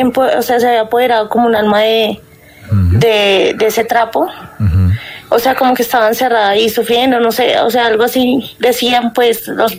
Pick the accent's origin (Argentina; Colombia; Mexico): Colombia; Manizales, Caldas; now in Bogotá, Colombia; Desde aquí, de la capital de Bogotá, bueno, pero soy de Manizales Caldas.